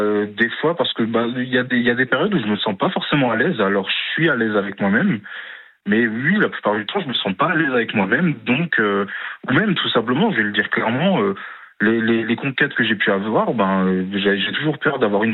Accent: Grand Est, France

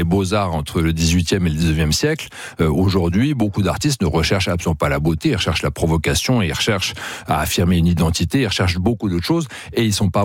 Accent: France; On est français

